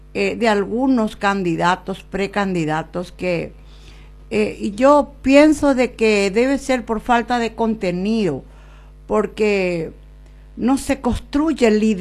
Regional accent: Coronel Oviedo, Caaguazú, Paraguay; la se ciudad querida Coronel Oviedo

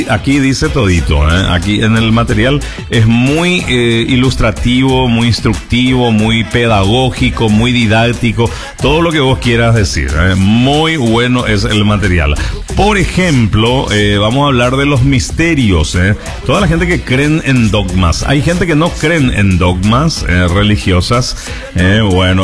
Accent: Paraguay; Yo soy católico, apostólico, pero no soy romano, ¿eh? Yo soy paraguayo, latinoamericano.

